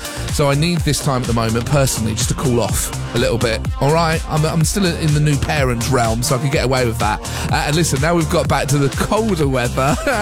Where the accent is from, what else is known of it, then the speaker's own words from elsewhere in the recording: United Kingdom; You know, I'm very British, to be honest with you.